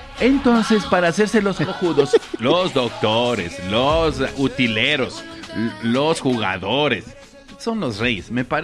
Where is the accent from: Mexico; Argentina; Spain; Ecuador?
Ecuador; somos campeones los ecuatorianos